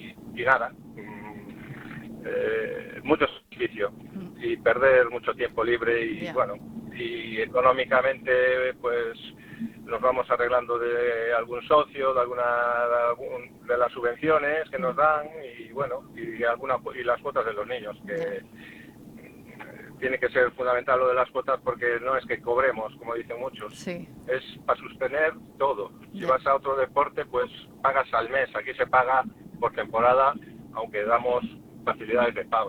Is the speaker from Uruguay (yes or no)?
no; Alcabre, Galicia, Spain; porque yo comencé ya en el barrio. Yo soy de Alcabre de toda la vida, y he jugado siempre en el club, en el Arenas.